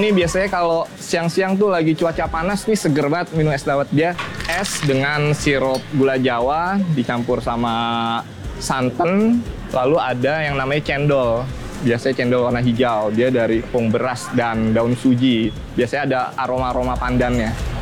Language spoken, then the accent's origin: Indonesian; Surabaya, East Java, Indonesia; Saya orang Surabaya tapi saya tahu bahasa Sunda.